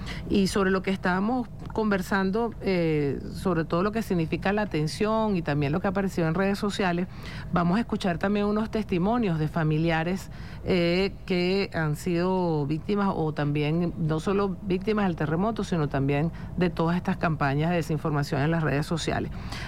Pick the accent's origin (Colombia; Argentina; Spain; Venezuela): Venezuela; orgullosos y orgullosas de ser venezolanos y venezolanas